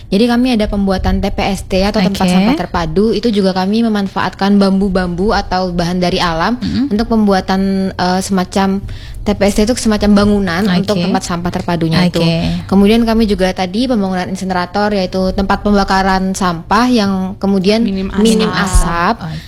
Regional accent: East Kalimantan, Indonesia; now in Bangka, Indonesia; Saya dari Kalimantan Timur.

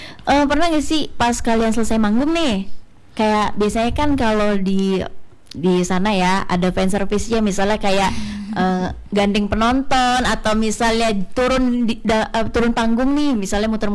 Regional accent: Jakarta, Indonesia; Soalnya karena aku dari Jakarta ya, jadi aku tuh sering lihat yang kayak misalnya kalian ada yang cover atau segala macam itu

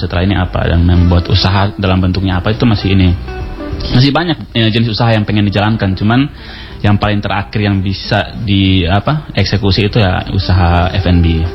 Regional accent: Kupang, East Nusa Tenggara, Indonesia; Ya kalau kita orang Kupang, kalau Pu itu kepunyaan.

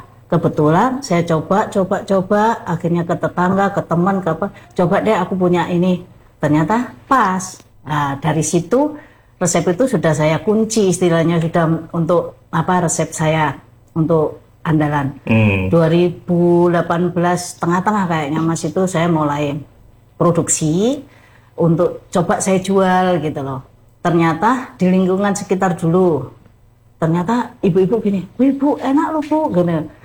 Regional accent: Malang, East Java, Indonesia; moved away as an adult; now in Semarang, Indonesia; Waktu itu saya memang orang Malang ya. Nah, karena suami kerjanya di Semarang, akhirnya saya dijerah ke Semarang.

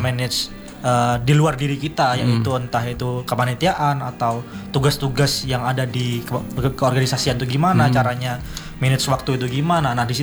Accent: Jember, East Java, Indonesia; Saya anak Jember

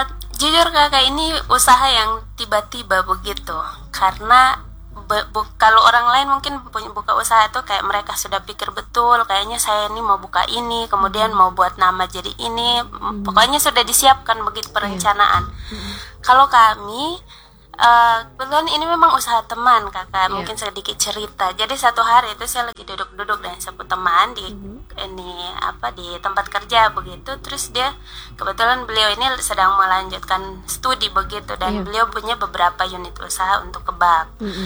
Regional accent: Eastern Indonesia, Indonesia; Saya memang orang Timur

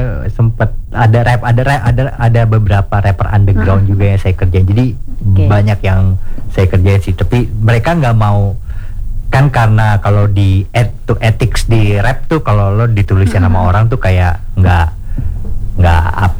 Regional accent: Jakarta, Indonesia; Asli dari Jakarta, Indonesia lah

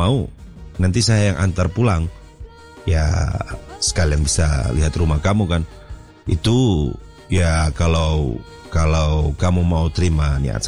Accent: Raha, Southeast Sulawesi, Indonesia; Oh, saya dari Raha.

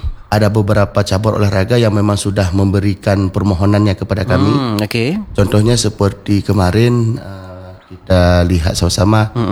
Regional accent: Aceh, Indonesia; kita Aceh juga terdampak bencana.

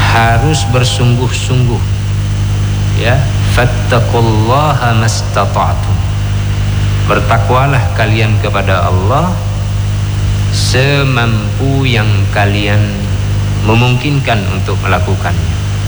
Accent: Aceh, Indonesia; bahasa kita orang Aceh memang pala kita

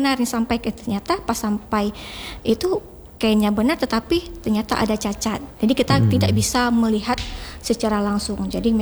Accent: Aceh, Indonesia; Karena kita Aceh ini

